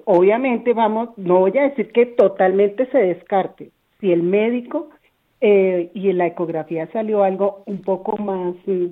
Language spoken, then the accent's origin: Spanish; Cali, Valle del Cauca, Colombia; el doctor Agurti era de Nariño, yo no, yo soy de Made in Cali.